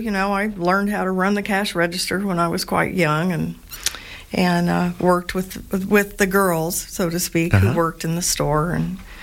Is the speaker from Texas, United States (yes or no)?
no; Washington, United States; also born or lived in Phoenix, Arizona; I actually grew up in Washington, north of here, for quite a while, and then I lived in Phoenix, Arizona, for a long period of time as well.